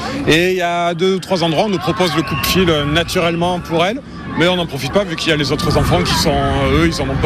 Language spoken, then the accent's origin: French; Toulouse, Occitanie, France; je viens de Toulouse et on est venu retrouver des amis au parc Spirou.